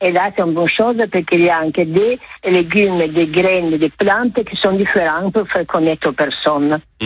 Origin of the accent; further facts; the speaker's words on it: Italy; accent: Italian; French is a second language; now in Saint-Isidore, France; mon accent c'est italien